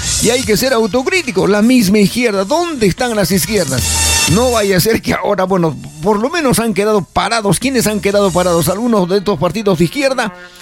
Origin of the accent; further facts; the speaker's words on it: Arequipa, Peru; ¿Cómo vamos a apostar por gente que ha hecho tanto daño a esta Arequipa nuestra?